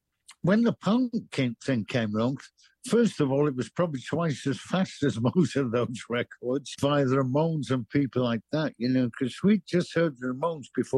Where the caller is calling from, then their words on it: London, United Kingdom; I'm speaking from London.